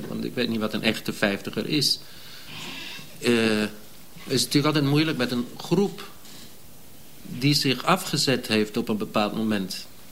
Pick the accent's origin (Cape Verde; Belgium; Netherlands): Netherlands; The Hague, South Holland; also born or lived in Amsterdam; Namelijk toen ik in Scheveningen woonde. Ik ben in Amsterdam geboren, maar ik ben in Scheveningen opgegroeid.